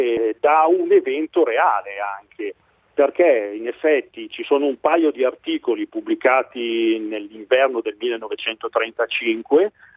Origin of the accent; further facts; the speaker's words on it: Alessandria, Piedmont, Italy; io sono di Alessandria, no? Quindi un paese del Monferrato